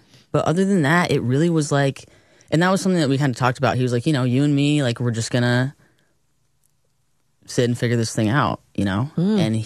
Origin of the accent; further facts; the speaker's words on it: Torrance, California, United States; also born or lived in East Hollywood; Yeah, I grew up in Torrance. Then I lived in East Hollywood for a little bit before I came out here.